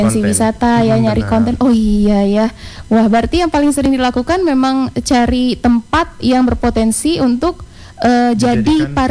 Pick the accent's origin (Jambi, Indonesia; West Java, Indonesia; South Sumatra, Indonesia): Jambi, Indonesia; Kalau seperti kita yang orang Jambi asli, tahu lahir besar di Jambi